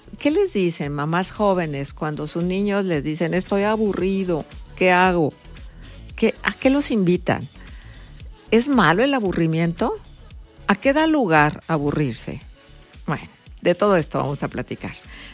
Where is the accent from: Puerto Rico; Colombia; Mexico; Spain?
Mexico; Todos somos mexicanos.